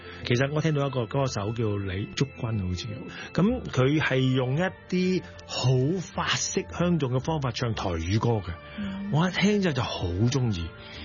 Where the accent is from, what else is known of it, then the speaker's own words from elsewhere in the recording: Hong Kong; 這件事我們香港人陌生嘛